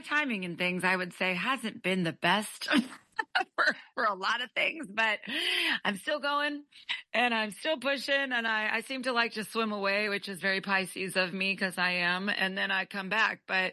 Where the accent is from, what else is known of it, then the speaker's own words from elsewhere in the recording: Los Angeles, California, United States; moved away as an adult; also born or lived in Orlando, Florida / Austin, Texas; now in Door County and Nashville, United States; Well, I'm from Los Angeles, actually, originally born and raised